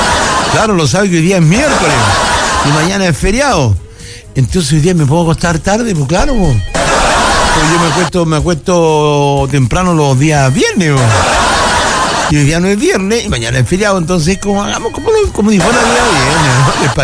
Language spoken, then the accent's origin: Spanish; Antofagasta, Chile; yo como chileno, ah, qué chileno, antofagastino